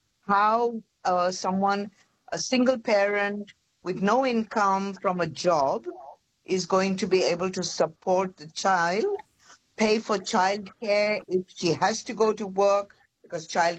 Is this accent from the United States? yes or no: no; India; also born or lived in Sydney, Australia; now in Wollongong, Australia; I'm a permanent resident. I do work casually when I can. And I am from India